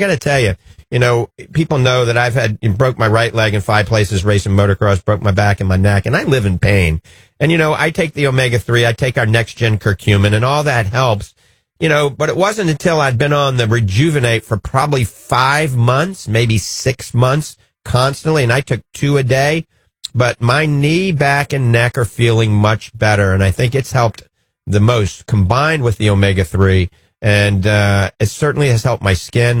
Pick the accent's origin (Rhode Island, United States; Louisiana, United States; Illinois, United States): Louisiana, United States; New Orleans; accent: New Orleans; I promise, or my New Orleans accent is going to come out right now.